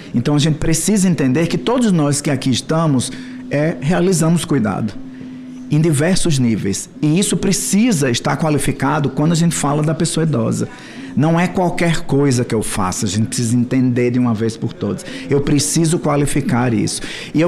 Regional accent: Northeast Region, Brazil; accent: Northeastern; sou nordestino com muito orgulho, né? Dá para perceber pelo sotaque

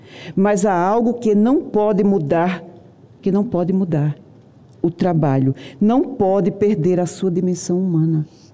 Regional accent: Paraíba, Brazil; aí eu vou homenagear a minha terra, Paraíba

